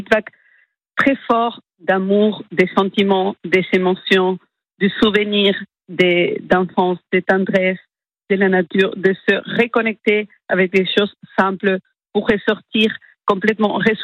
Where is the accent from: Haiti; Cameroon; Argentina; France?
Argentina; Mendoza; French is a second language; moved away; les tonadas mendocinas, d'où je viens, de la région de Cujo, que c'est la région de vignobles, de soleil, des vendanges, des bons vins, de Malbec.